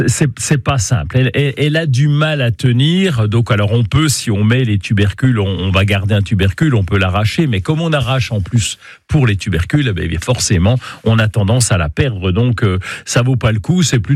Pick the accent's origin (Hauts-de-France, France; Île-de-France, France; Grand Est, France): Grand Est, France; On l'utilise chez nous en Lorraine, un peu comme une plante annuelle